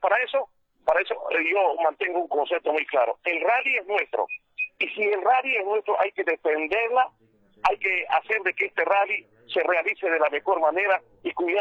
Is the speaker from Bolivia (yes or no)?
yes; Santa Cruz de la Sierra, Santa Cruz, Bolivia; Yo vengo de Santa Cruz, Bolivia